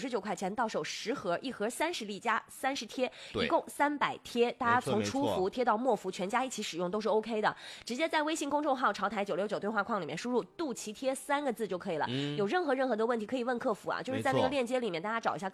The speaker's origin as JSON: {"language": "Chinese", "region": "Inner Mongolia", "country": "China", "tie": "born or raised there", "moved": "yes", "said": "我是内蒙古人。而且我生在，就从小我是生长在那种草原腹地的嘛、就在锡林郭勒草原"}